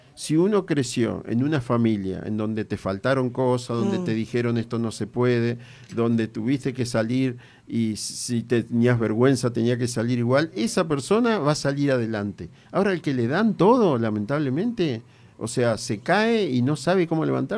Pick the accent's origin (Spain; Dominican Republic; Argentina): Argentina; los argentinos nacimos para sufrir